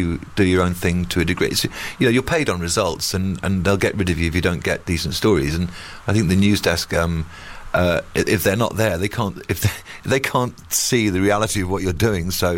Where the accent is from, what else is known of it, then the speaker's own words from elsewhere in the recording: United Kingdom; And all that Celtic music they played as well kind of got to me as a Brit.